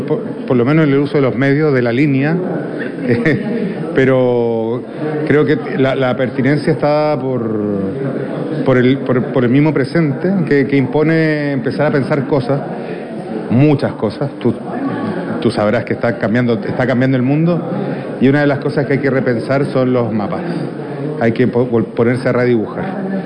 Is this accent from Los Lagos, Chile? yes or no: no; Santiago, Santiago Metropolitan Region, Chile; la macrorregión de Santiago, que es de donde yo vengo.